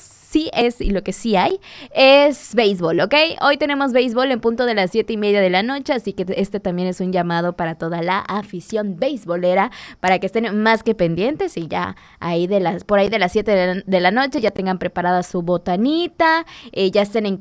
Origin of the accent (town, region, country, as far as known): Mexico